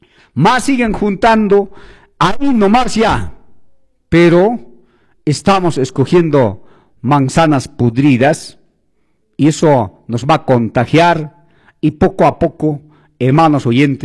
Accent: Velille, Cusco, Peru; now in Santo Tomás, Peru; somos de Belille, radicamos más de 25 años aquí en Santo Tomás.

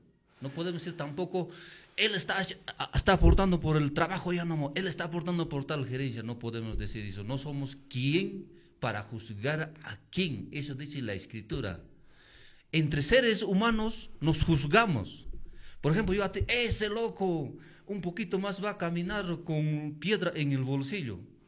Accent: Peru; hermanos peruanos, hermanos tahuantinsuyanos, ¿por qué digo tahuantinsuyanos, hermanos? Porque lamentablemente somos descendientes de los incas

